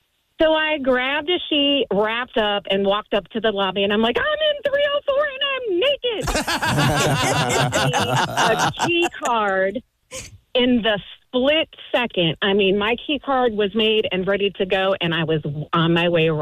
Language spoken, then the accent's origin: English; Ohio, United States; now in Greensboro, United States; I'm from Greensboro, or live in Greensboro, but grew up in northern Ohio.